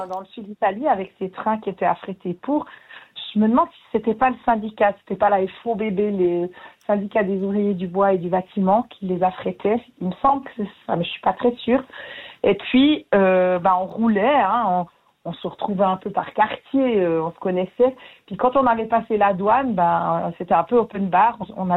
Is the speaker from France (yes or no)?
no; Saint-Imier, Bern, Switzerland; Alors, à Saint-Imier, justement.